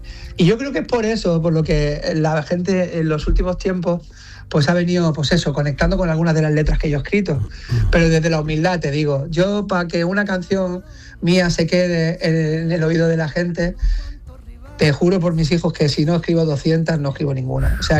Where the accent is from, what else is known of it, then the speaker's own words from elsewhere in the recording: L'Hospitalet de Llobregat, Catalonia, Spain; Soy nacido en Barcelona, soy de Hospitalet, catalán